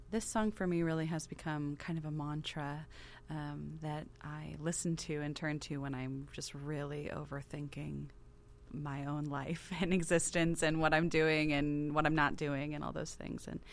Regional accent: Pacific Northwest, United States; I'm picking all the music this hour. I'm an artist from the Pacific Northwest

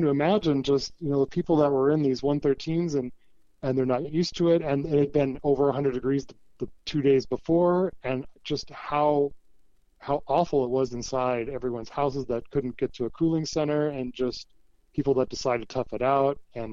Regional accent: West Coast, United States; also born or lived in Port Angeles, Washington; My dad was Coast Guard, so we moved around a bit as a kid, you know, transferred around, but mostly West Coast. And then, so I kind of say I grew up on the Pacific Coast, you know, Washington, Oregon, California

